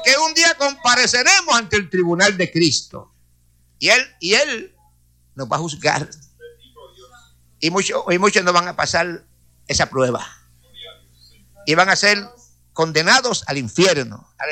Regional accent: Corozal, Puerto Rico; un alcalde de Corozal de mi pueblo

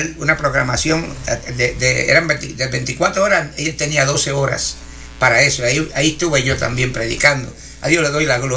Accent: Corozal, Puerto Rico; allá en Corozal, en mi pueblo.

